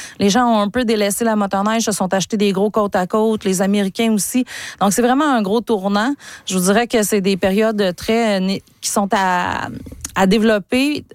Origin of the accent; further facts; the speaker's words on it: Montreal, Quebec, Canada; moi, je suis originaire de Montréal